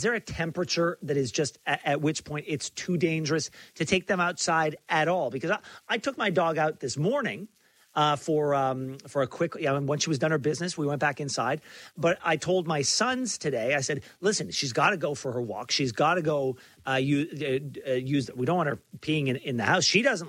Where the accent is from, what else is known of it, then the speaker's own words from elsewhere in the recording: Canada; because we are Canadian.